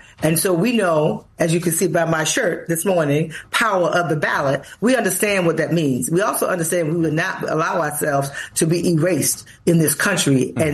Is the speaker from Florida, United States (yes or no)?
yes; Florida, United States; I'm from Florida